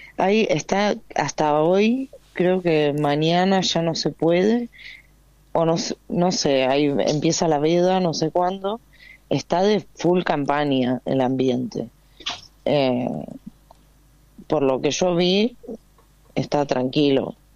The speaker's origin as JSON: {"language": "Spanish", "country": "Argentina", "lives_now": "Brazil", "said": "Yo a todos mis conocidos les dije, yo soy de Argentina, miren, Argentina es el mejor ejemplo de lo que no tiene que pasar."}